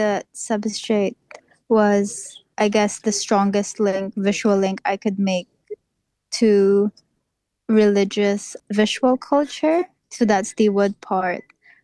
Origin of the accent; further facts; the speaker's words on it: Philippines; now in New Zealand; my own upbringing in a Catholic country because I come from the Philippines.